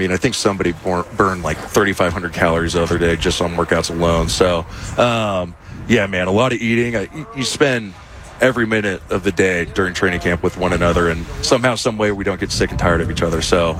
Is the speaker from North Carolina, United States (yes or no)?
no; Milwaukie, Oregon, United States; I usually say I'm from Portland